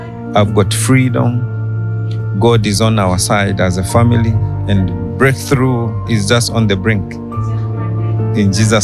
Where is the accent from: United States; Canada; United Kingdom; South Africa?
United Kingdom; I come from the United Kingdom.